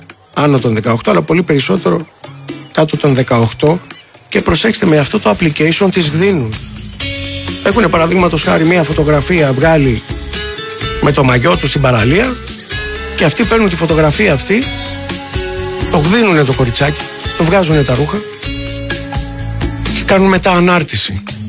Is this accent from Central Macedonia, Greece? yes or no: no; Molaoi, Peloponnese, Greece; Χαΐρι και προκοπή, που λένε και στο χωριό μου στους Μολάους.